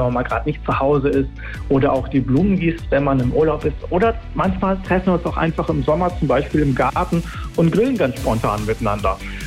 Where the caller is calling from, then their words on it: Dortmund, North Rhine-Westphalia, Germany; Aus Lübken, Dortmund.